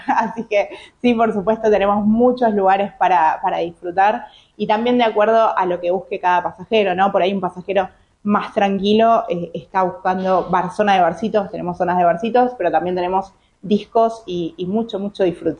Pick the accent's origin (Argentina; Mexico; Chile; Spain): Argentina; a los argentinos nos gusta mucho